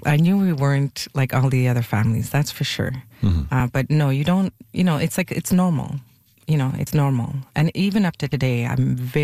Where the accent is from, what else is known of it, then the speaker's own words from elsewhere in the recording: Montreal, Quebec, Canada; Well, I am born and raised in Westmount, Quebec. So Montreal, for those that are a little bit further.